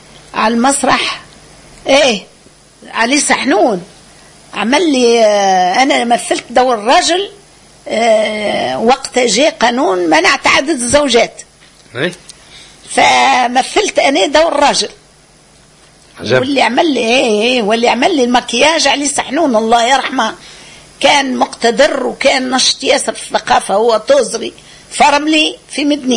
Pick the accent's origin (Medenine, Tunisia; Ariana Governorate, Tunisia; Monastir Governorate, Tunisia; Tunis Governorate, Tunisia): Medenine, Tunisia; احنا كنا من الوادي التالي والمحلة من الوادي القدال